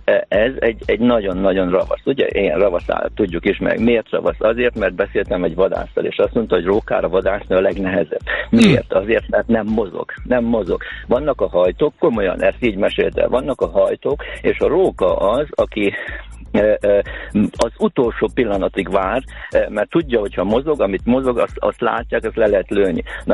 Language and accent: Hungarian; Odorheiu Secuiesc, Harghita, Romania; gyerekkoromban Székelyudvarhelyen